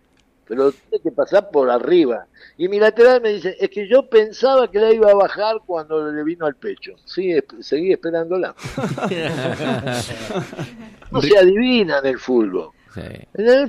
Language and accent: Spanish; Argentina; Somos argentinos todos, ¿eh? Uh-huh. Todos somos argentinos